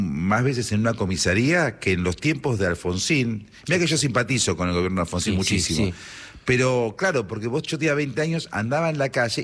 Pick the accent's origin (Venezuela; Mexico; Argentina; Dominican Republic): Argentina; como somos tangueros finalmente, somos argentinos tangueros